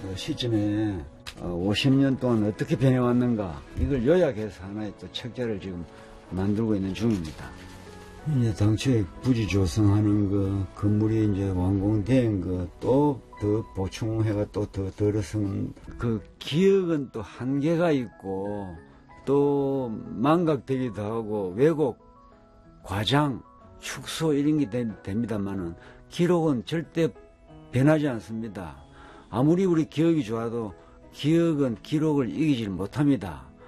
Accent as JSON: {"language": "Korean", "area": "Changwon", "region": "South Gyeongsang", "country": "South Korea", "tie": "born or raised there", "said": "우리 고향의 앞모습"}